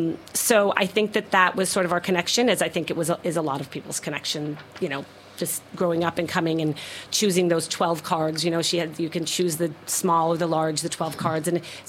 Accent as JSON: {"language": "English", "town": "Portland", "region": "Oregon", "country": "United States", "said": "we are from Portland, Oregon"}